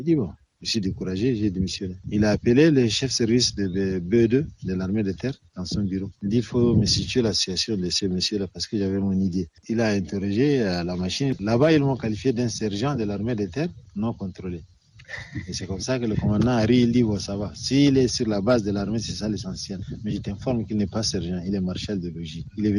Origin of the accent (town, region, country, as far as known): Chad